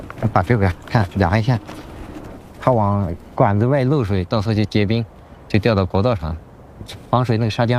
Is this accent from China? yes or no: yes; Xinjiang, China; 我的家乡也在这个天山脚下，天山确实是一个美丽的地方。